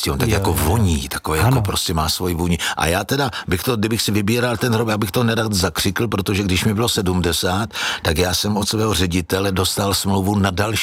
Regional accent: South Moravian Region, Czechia; Já jsem moravský Slovák, takže samozřejmě na svém moravském Slovácku.

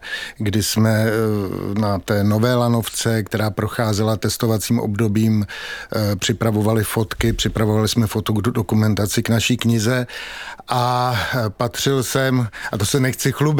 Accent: Prague, Czechia; Já když jsem byl kluk a vyrůstal jsem v Praze na Starém Městě

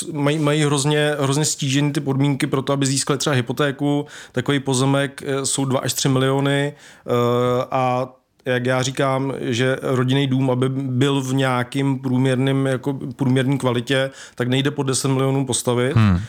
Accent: Vimperk, South Bohemian Region, Czechia; já pocházím z Vimperka

